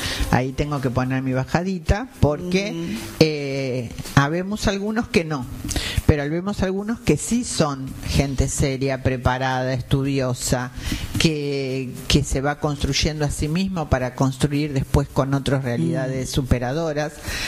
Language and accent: Spanish; Argentina; nos pasa como argentinos.